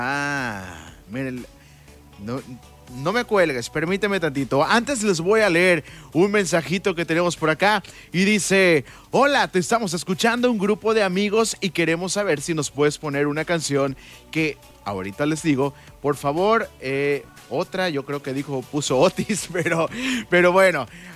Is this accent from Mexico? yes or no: yes; Mexico; yo también soy de ahí, oriundo de ahí, de la Laredo, de esos aguerridos de ahí de la colonia.